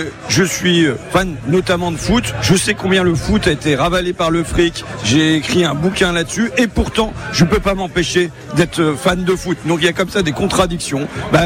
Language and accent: French; Hauts-de-France, France; je passais mes étés chez moi, en Picardie.